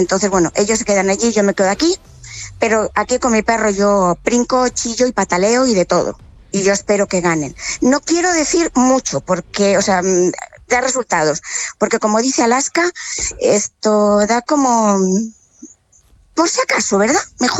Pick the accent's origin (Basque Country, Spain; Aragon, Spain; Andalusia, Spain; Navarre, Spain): Basque Country, Spain; now in Costa Rica; Mi perro, aunque ha nacido aquí, él es vasco, igual que yo.